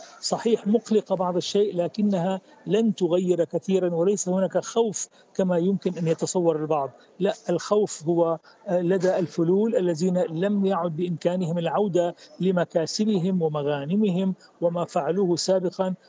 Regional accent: Syria; التي نعاني منها جميعا كسوريين،

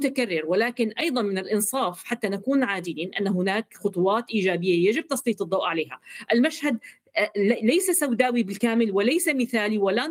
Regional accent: Syria; نحن كسوريين نستكشف بعضنا البعض

